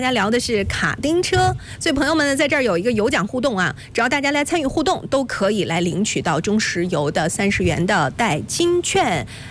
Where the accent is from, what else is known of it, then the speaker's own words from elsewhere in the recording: Shandong, China; 我们山东人有一个特点，就是不管怎么样跟在这儿啊，都还是想说我们能不能为山东做些我们自己的贡献，